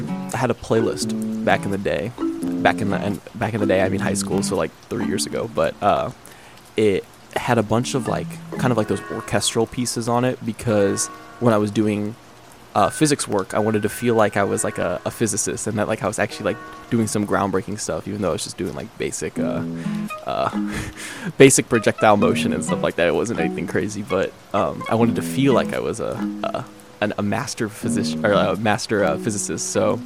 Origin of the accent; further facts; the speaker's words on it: United States; I'm from America